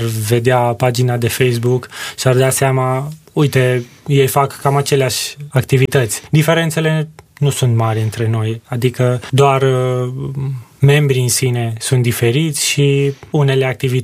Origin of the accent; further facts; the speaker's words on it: Orăștie, Hunedoara County, Romania; moved away as an adult; now in Cluj-Napoca, Romania; m-am născut în Orăștie, județul Hunedoara și ca formare școlară am urmat Colegiul Național Aurel Vlaicu din Orăștie